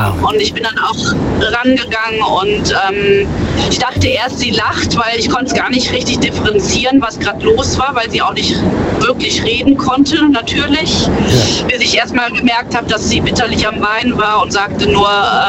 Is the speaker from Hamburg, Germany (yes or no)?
no; Hennef, North Rhine-Westphalia, Germany; Hennef. Ich komme aus Hennef.